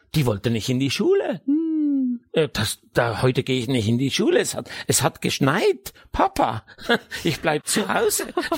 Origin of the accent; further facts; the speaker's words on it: Switzerland; now in Germany; Ich kann wirklich aufrichtig sagen, als Schweizer, ich liebe Deutschland.